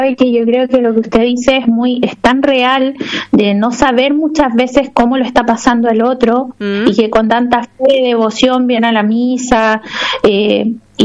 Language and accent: Spanish; Chile; Nosotros los chilenos por ahí somos un poquitito fríos